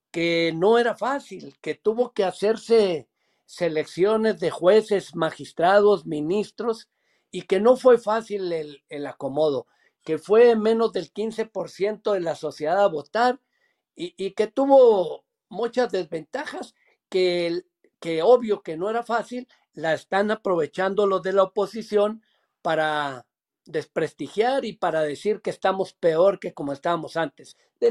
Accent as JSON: {"language": "Spanish", "region": "Chihuahua", "country": "Mexico", "said": "soy muy orgulloso de ser chihuahuense, de ser del estado"}